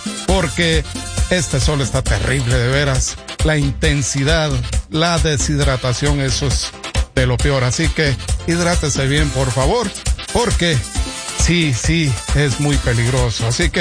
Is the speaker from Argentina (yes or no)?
no; Chiquimula, Guatemala; moved away; del departamento de Chiquimula, mi tierra natal